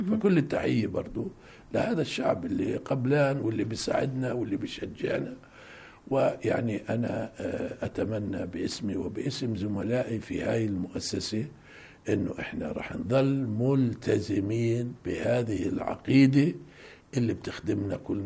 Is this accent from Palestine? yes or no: yes; Palestine; كفلسطينيين في الوطن وفي الشتات